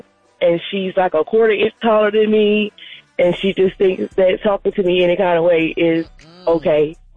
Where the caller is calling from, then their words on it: Anderson, South Carolina, United States; I'm calling from Anderson, South Carolina